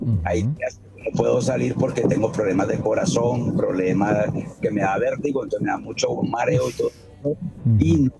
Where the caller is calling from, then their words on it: Puerto Tejada, Cauca, Colombia; yo trabajo aquí en Cali, pero no vivo en Cali. Vivo en un barrio que se llama Ciudad del Sur, cerca de Puerto Tejada, porque pues allá el arrendamiento es más cómodo de lo que yo podría pagar aquí en Cali.